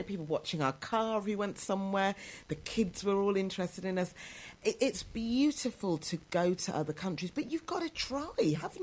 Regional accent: Coventry, West Midlands, United Kingdom; moved away; I'm an only child. I was brought up in Coventry.

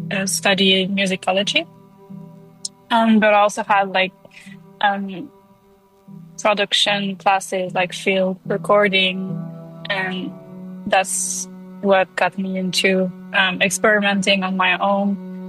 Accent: Montreal, Quebec, Canada; I'm from Montreal, Canada, and I started learning music at 5 or 6.

